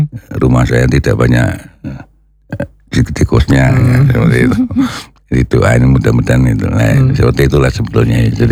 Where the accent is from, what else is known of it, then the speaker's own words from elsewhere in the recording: Purwokerto, Central Java, Indonesia; daerah saya kan di Mersi ya. Itu banyak sekali mengandung pasir.